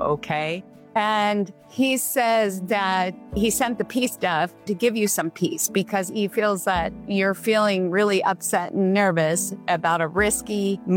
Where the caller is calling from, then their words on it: southern France, France; Yes, Southern France.